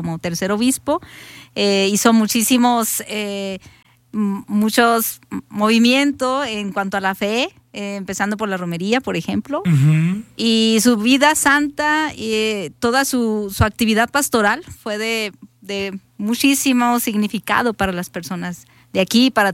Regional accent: Hidalgo del Parral, Chihuahua, Mexico; born there; now in Aguascalientes, Mexico; yo nací en Hidalgo del Parral, Chihuahua. Y allí estuve, estos últimos 5 años estuve allá cuidando a mi mamá.

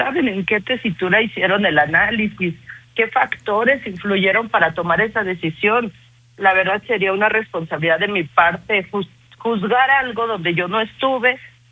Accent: Aguascalientes, Mexico; en Aguascalientes, la verdad yo se los he dicho, somos la Suiza de México, trabajamos diferente.

